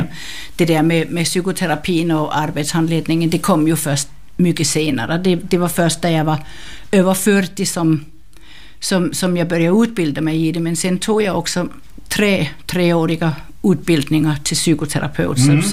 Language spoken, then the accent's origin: Swedish; Copenhagen, Capital Region of Denmark, Denmark; born or raised there; now in Finland